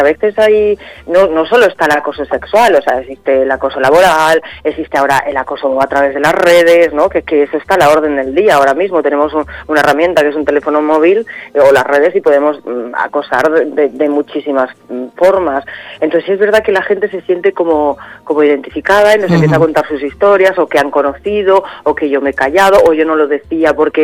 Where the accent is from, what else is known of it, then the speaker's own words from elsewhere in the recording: Puertollano, Castilla-La Mancha, Spain; moved away; También quiero decir que tanto el director como yo somos manchegos.